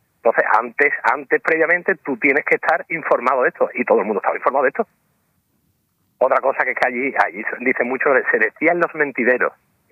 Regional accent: Seville, Andalusia, Spain; Y entonces, yo, por ejemplo, yo soy un tío de Sevilla que le gusta el carnaval.

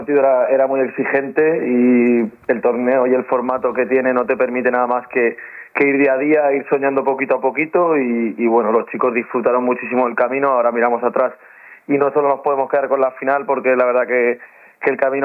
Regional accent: Mallorca, Balearic Islands, Spain; now in Seville, Spain; Yo además soy de Mallorca y toda mi gente de Mallorca también ha estado cerquita

